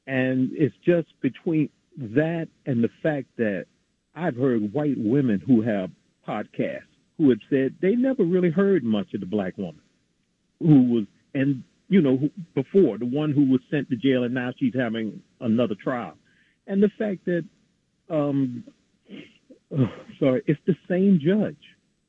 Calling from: New York City, New York, United States; out of Queens.

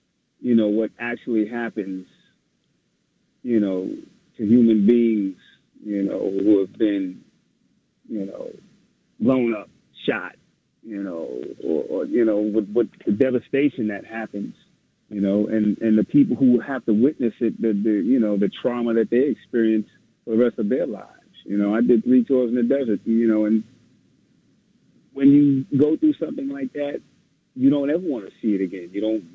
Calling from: New York, United States; I'm calling from Queens.

